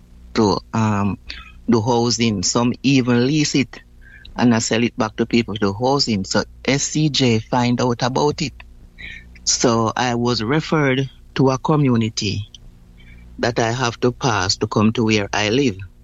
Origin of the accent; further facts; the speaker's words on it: Saint Thomas, Jamaica; because I'm from the Duckensville era. So, and the office is in Golden Grove, St. Thomas.